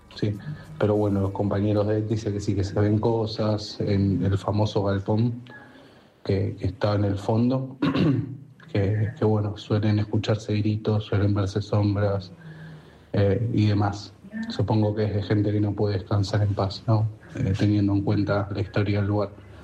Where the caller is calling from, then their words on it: Quilmes, Buenos Aires Province, Argentina; de Quilmes.